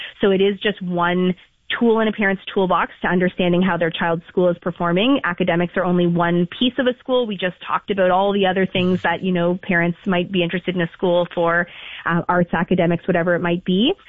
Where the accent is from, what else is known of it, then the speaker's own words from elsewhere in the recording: Toronto, Ontario, Canada; I grew up in the Toronto area